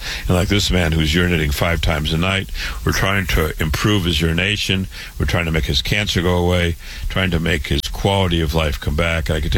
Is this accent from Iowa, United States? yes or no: yes; Waterloo, Iowa, United States; born or raised there